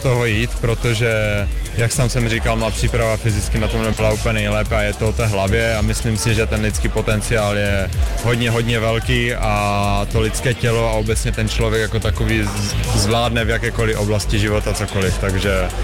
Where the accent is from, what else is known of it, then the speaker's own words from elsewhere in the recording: Ostrava, Moravian-Silesian Region, Czechia; Ty jo, tak tím, že jsem tady z Ostravy, tak já tenhle závod registruju úplně od svého mládí